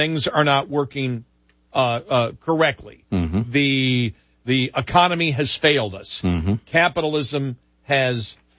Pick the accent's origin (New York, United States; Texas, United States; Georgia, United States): New York, United States; Buffalo; that's the weirdest thing growing up in Buffalo, that I, somebody who grew up in Buffalo, where the temperature probably now is 75 degrees